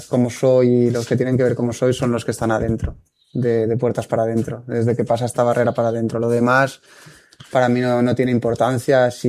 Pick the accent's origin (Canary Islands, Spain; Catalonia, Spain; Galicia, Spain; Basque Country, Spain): Catalonia, Spain; Barcelona; now in Valencia, Spain; yo soy de Barcelona, que está cerquita.